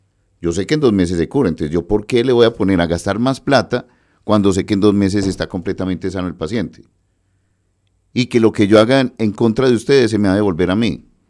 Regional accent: Antioquia, Colombia; nosotros los antioqueños

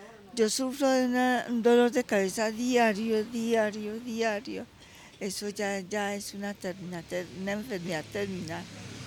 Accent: Colombia; Eso veo, ¿no es cierto? Soy muy colombiana.

